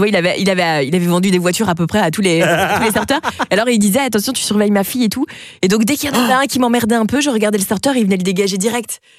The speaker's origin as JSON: {"language": "French", "town": "Charleroi", "region": "Wallonia", "country": "Belgium", "said": "Chez nous, à Charleroi"}